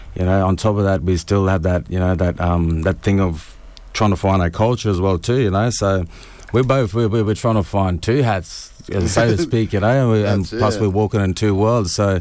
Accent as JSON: {"language": "English", "town": "Jumbun", "region": "Queensland", "country": "Australia", "said": "I'm a proud worker, mate. Get him a mile from Cardwell, Jumbun, a little Aboriginal community there, just North Queensland of Australia."}